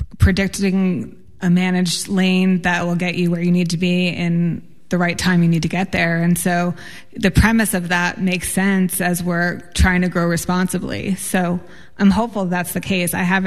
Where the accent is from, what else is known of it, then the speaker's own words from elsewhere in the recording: New Jersey, United States; moved away; I'm from New Jersey, so I was a train rider into New York